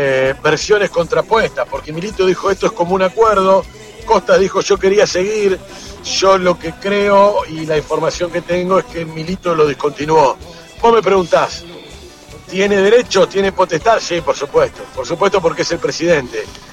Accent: La Plata, Buenos Aires Province, Argentina; yo soy platense

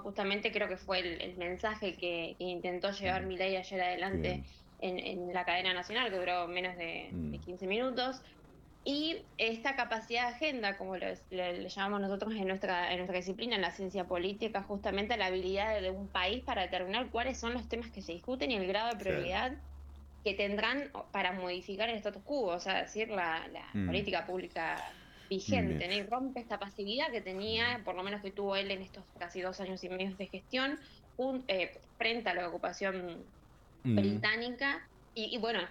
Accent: Argentina; nosotros como argentinos

